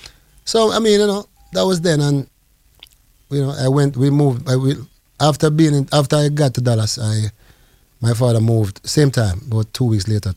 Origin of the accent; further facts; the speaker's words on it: Jamaica; moved away; Because when I came from Jamaica, I left and went straight into the ghetto. Where we were, six of us were in a two-bedroom apartment.